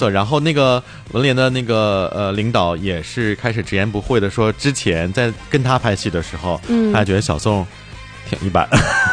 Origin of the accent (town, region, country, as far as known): Harbin, Heilongjiang, China